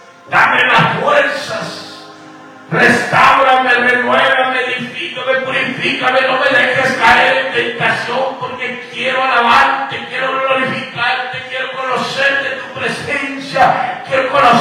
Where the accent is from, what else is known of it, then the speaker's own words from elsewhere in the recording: Guatemala; moved away; tengo un padre celestial que me vine emigrante de por allá de Guatemala. Y mira, estoy aquí en este país bendecido.